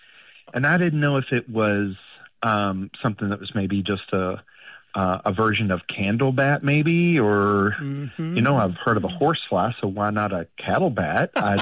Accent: Virginia, United States; born or raised there; now in East Tennessee, United States

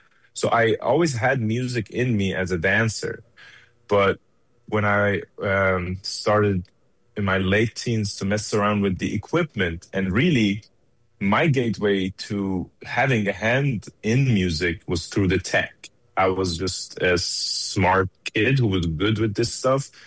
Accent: Iran; now in Detroit, United States; I grew up in Iran

